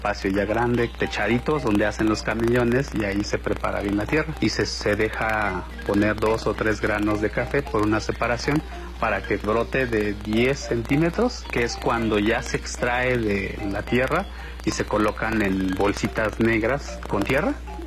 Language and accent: Spanish; Tanetze de Zaragoza, Oaxaca, Mexico; provengo de la comunidad de Tanetze, Zaragoza, el lugar en donde producimos y vivimos con el café.